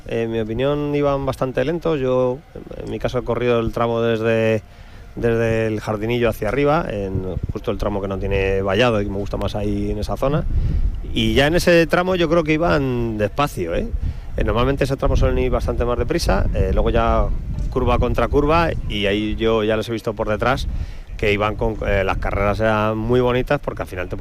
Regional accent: Junquera, Spain; yo soy de Junquera y son las fiestas también allí

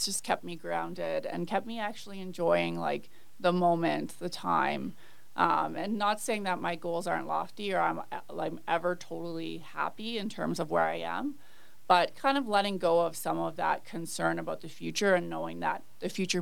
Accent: Canada; Obviously, it's hard to top the Olympics for me, just being Canadian. We're very, like, patriotic, too.

